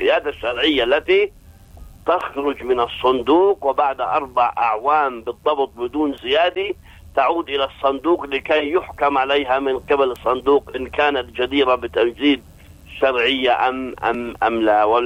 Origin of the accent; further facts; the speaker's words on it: Palestine; منا كفلسطينيين